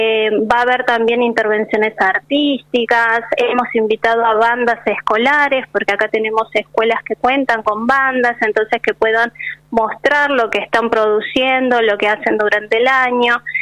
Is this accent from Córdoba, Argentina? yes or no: yes; Córdoba, Argentina; now in Viedma, Argentina; yo soy de Córdoba y en ese momento tenía que irme a Córdoba capital